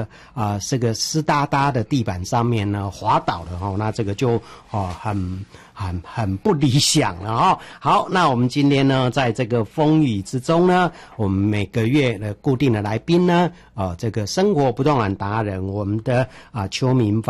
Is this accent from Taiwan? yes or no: yes; Yilan County, Taiwan; 我们宜兰人